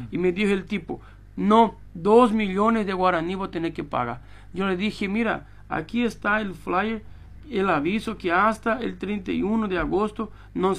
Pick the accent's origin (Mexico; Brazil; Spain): Brazil; Spanish is a second language; moved away as an adult; now in Paraguay; Yo soy brasileño y yo, ¿dónde me voy?